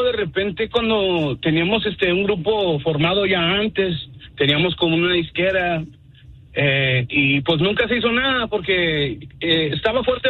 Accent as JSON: {"language": "Spanish", "town": "Fort Worth", "region": "Texas", "country": "United States", "said": "Vivimos aquí en el área de Dallas, Fort Worth. Pues somos de Fort Worth, Texas, pero tenemos varios así elementos de Dallas."}